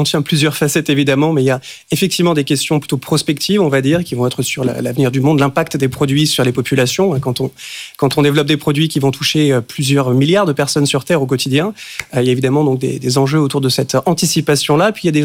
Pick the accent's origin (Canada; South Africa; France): France; moved away